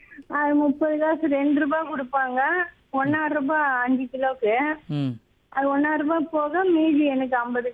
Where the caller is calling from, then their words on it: Pallavaram, Tamil Nadu, India; பல்லாவரத்துல இருந்து பேசுறேன்